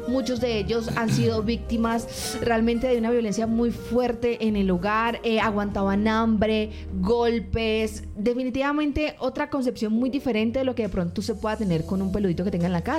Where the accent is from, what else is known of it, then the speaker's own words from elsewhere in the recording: Cali, Valle del Cauca, Colombia; así que también aportemos eso como buenos caleños que somos.